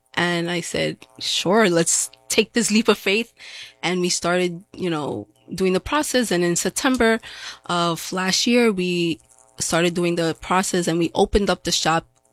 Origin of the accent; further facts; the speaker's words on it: Brooklyn, New York, United States; now in Dutchess County, United States; So originally I come from New York City. So I'm from Brooklyn. I moved up here to Dutchess County.